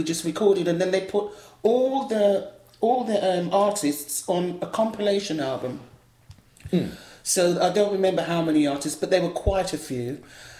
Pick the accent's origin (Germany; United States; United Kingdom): United Kingdom; Islington, London; also born or lived in Hackney; I grew up in Islington, London and Islington. My family. No, first of all, we were in Hackney